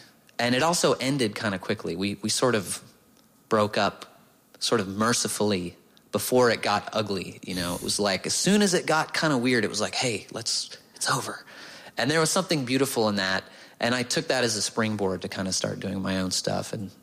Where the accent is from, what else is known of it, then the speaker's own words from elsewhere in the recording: Tuscaloosa, Alabama, United States; I grew up in the South